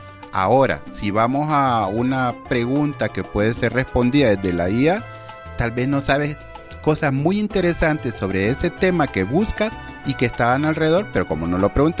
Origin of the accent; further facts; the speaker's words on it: Honduras; la obra la sentimos como hondureña, como propia